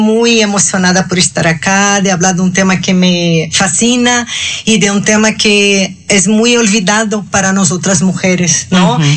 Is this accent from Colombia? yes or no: no; Brazil; Spanish is a second language; moved away as an adult; now in Puebla, Mexico; Soy de Brasil, tengo acá desde 9 años.